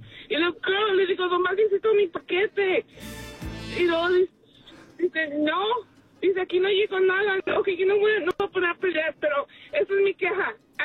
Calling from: Long Beach, California, United States; de Long Beach.

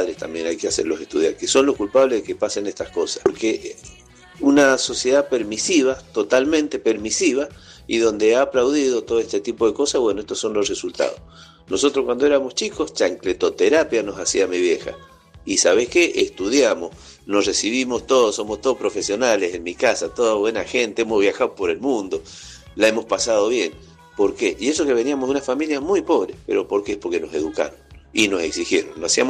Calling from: Luján, Buenos Aires Province, Argentina; soy … de Luján.

